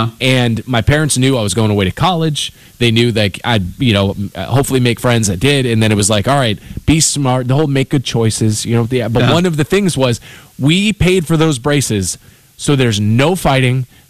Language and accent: English; Virginia, United States; I'd say Virginia